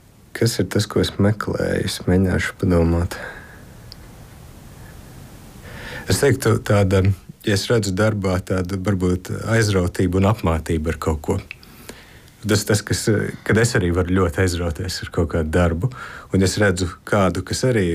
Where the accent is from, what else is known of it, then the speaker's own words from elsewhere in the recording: Selonia, Latvia; es pats esmu bērnību pavadījis Sēlijā, tad kādā ziņā man tā vide bija pazīstama.